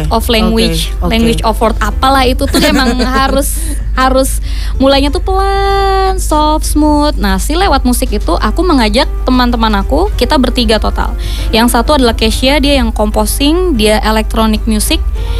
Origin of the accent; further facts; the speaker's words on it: Tasikmalaya, West Java, Indonesia; kenapa ya bapak aku lahir di Bandung, kenapa aku harus pindah ke Tasikmalaya gitu. Terus kenapa aku tidak bergaul sama teman-teman yang memang ini tuh di kota gitu, kenapa aku harus di suburban.